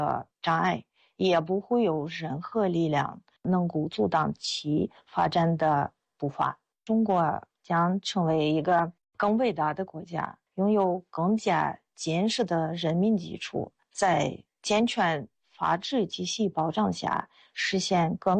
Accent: Russia; Chinese is a second language; moved away as an adult; now in China; 我是俄罗斯人，我在中国生活了25年，现在在党史研究院做翻译工作。

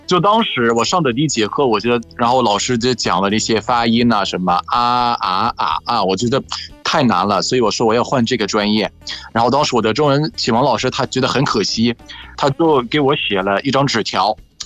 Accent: Egypt; 我是来自埃及的

